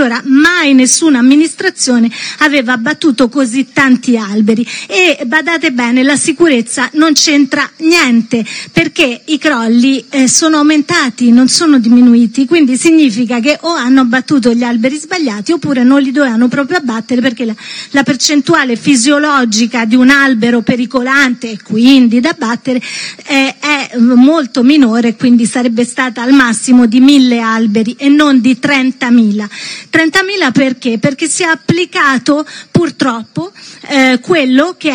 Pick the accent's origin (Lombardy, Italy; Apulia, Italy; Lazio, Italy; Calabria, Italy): Lazio, Italy; Rome